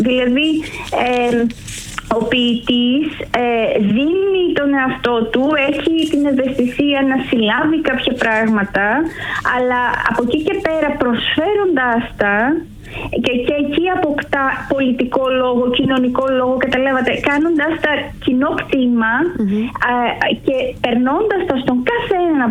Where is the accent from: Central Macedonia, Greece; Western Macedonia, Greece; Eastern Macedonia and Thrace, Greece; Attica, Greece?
Eastern Macedonia and Thrace, Greece; Xanthi; also born or lived in Komotini / Alexandroupolis; Ναι, στην Κομωτινή γεννήθηκα. Μετά μεγάλωσα στην Ξάνθη. Έζησα και για 3 χρόνια περίπου στην Αλεξανδροπολή.